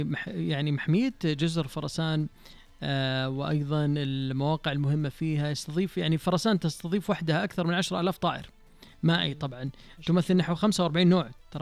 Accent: Jazan Province, Saudi Arabia; في تنوع عندنا في جازان

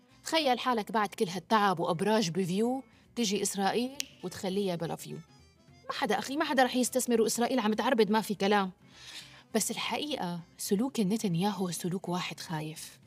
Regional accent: Syria; بس اللي بيهمنا كسوريين هلأ شو هي المخاطر اللي انحطت فيها إسرائيل؟

